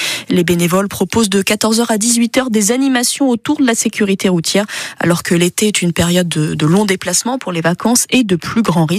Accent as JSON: {"language": "French", "region": "Centre-Val de Loire", "country": "France", "said": "chez moi, en Loire-et-Cher, c'est pas très loin"}